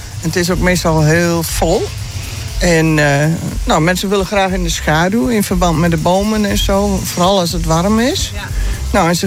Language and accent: Dutch; Westerbork, Drenthe, Netherlands; born there; also born or lived in Austria; En zo ben ik hier naar school geweest in Westerbork. En zo ken ik Drenthe.